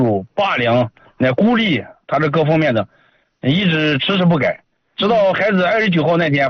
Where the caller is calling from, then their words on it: Wenxi County, Shanxi, China; 我是咱文喜县的。